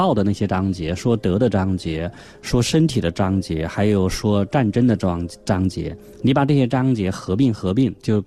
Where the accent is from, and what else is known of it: China